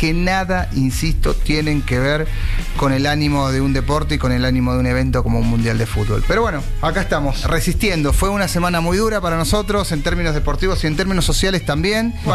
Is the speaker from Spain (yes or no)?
no; Argentina; now in Mexico